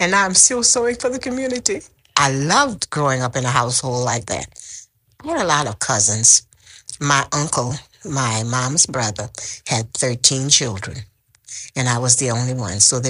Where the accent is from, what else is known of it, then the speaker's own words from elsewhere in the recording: LaPlace, Louisiana, United States; moved away; also born or lived in Reserve, Louisiana; I'm originally from La Place Reserve. I lived in La Place, and I went to school at Our Lady of Grace in Reserve. So I call both of those my home base.